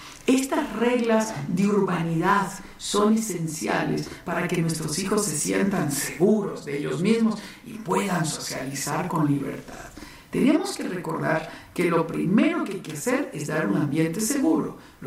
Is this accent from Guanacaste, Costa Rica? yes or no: yes; Guanacaste, Costa Rica; born there; desde Guanacaste, mi tierra natal en Costa Rica